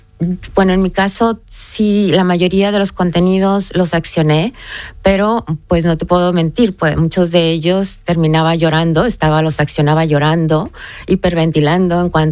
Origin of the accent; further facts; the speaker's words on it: Mexico; en mi caso yo soy mexicana, ¿no? Y uno como mexicano piensa que ya está curado de espantos.